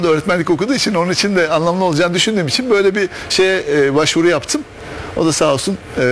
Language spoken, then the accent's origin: Turkish; Adapazarı, Sakarya, Turkey; born there; Emekli bankacıyım. 56 yaşındayım. 1970 Adapazarı doğumluyum.